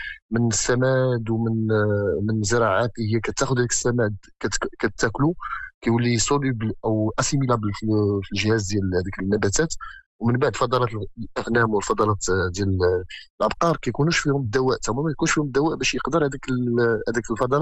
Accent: Morocco; حنا كمغاربه

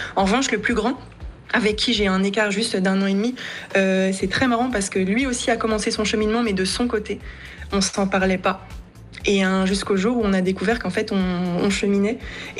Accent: Morocco; j'ai commencé à vraiment dire, je suis marocaine.

